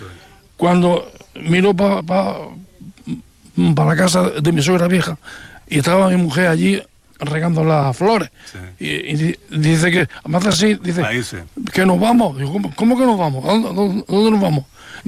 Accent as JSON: {"language": "Spanish", "town": "Río de Aguas", "region": "Andalusia", "country": "Spain", "tie": "born there", "said": "Yo soy nacido en el Río de Agua, yo pertenezco a Sorba."}